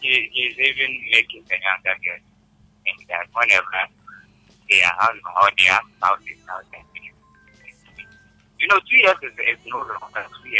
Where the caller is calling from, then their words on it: Nkosompo, Western Region, Ghana; from Nkosompo.